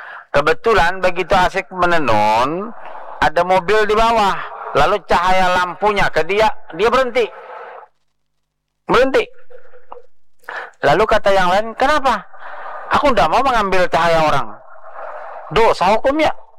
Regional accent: South Kalimantan, Indonesia; first language Banjar; kalau bahasa kami Banjar apa itulah

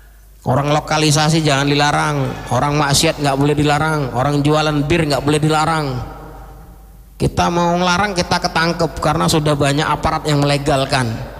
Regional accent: Aceh, Indonesia; Karena kebetulan saya orang Aceh, paham persis konun yang ada di sana.

